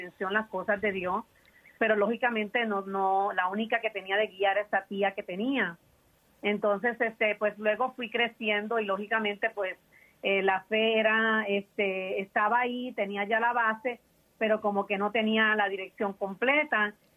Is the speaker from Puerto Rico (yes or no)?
yes; Puerto Rico; moved away as an adult; now in United States; Pero lo que mi esposo trabajó, pues en mi país era un poquito difícil encontrar el trabajo. So, eso fue lo que nos hizo dar el cambio a Estados Unidos